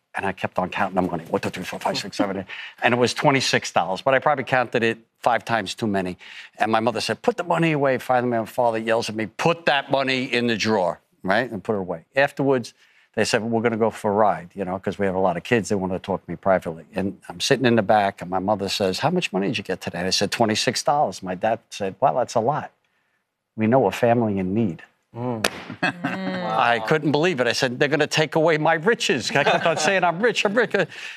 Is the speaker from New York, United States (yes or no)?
yes; Staten Island, New York, United States; So he moved off Staten Island. We're all from Staten Island.